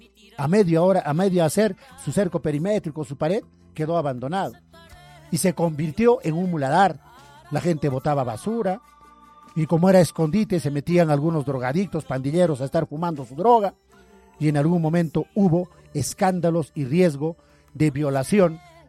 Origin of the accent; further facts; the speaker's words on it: Chilca, Junín, Peru; yo estudié mi primaria ahí porque yo nací en Chilca, yo vivo en Chilca, ese es mi barrio.